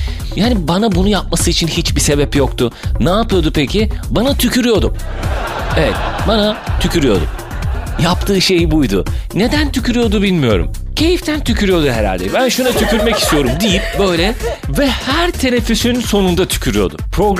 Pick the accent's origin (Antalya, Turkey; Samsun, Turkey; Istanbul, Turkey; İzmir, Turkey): İzmir, Turkey; born there